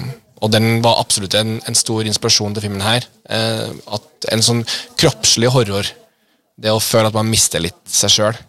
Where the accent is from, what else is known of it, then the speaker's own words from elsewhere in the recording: Canada; Swedish is a second language; now in Norway; Jag är ju från Kanada. … Och så flyttade jag till Trøndelag som ligger i mitten av Norge.